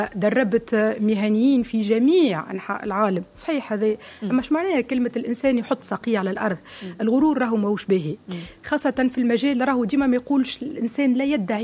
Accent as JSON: {"language": "Arabic", "town": "Tunis", "region": "Tunis Governorate", "country": "Tunisia", "tie": "born there", "said": "كن غادر البلاد اللي أصلي منها، أنا ما تولدتش فيها توزر، أنا تولدت في تونس"}